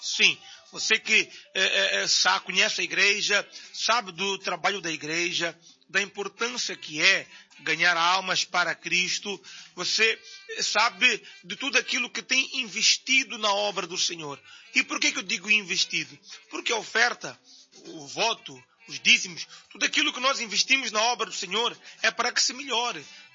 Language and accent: Portuguese; Mozambique; Não, nós somos de Moçambique. A África do Sul fala inglês e Moçambique fala português, tá?